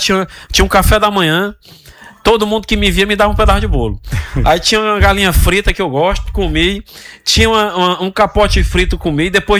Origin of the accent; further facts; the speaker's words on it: Teresina, Piauí, Brazil; Eu fui criado na Macaúba para a Vila da Paz, aqui em Teresina. 2 bairros simples.